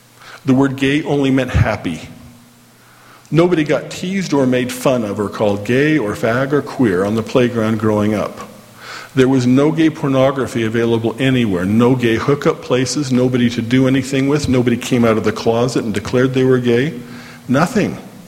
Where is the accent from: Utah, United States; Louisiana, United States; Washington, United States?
Utah, United States; Orem; and I grew up here in Orme, so I know it was just a little bit south of there, right about in there. That's where we live.